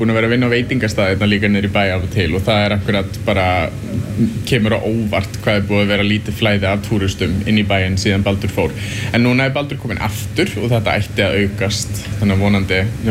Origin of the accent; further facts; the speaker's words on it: Reykjavík, Capital Region, Iceland; Ég er úr Reykjavík sjálfur og búið erlendis í mörg ár en ég kem hingað á sumrin til þess að vinna.